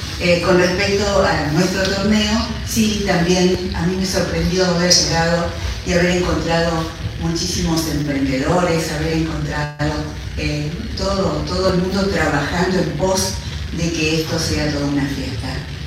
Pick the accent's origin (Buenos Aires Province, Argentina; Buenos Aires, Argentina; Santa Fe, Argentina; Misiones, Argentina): Santa Fe, Argentina; Reconquista; moved away; un placer volver a Reconquista, mi tierra natal.